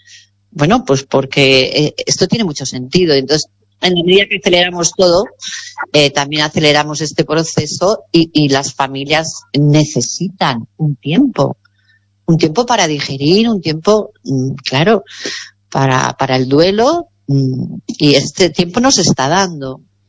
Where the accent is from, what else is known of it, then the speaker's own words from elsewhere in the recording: Community of Madrid, Spain; now in Galicia, Spain; Y mira que aquí en Galicia especialmente, yo soy madrileña, pero llevo aquí 16 años